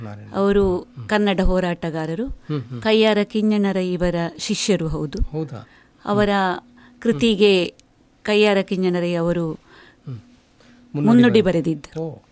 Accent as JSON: {"language": "Kannada", "area": "Kasaragod", "region": "Kerala", "country": "India", "said": "Nellikatte, ಚೂರಿಪಳದ."}